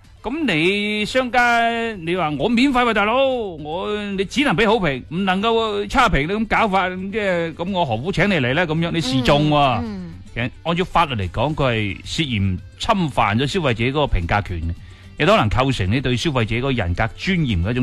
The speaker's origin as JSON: {"language": "Cantonese", "region": "Guangdong", "country": "China", "said": "我哋广东人有啲觉得好辣。"}